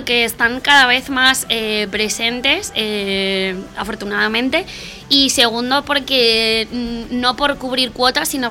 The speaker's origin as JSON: {"language": "Spanish", "region": "Region of Murcia", "country": "Spain"}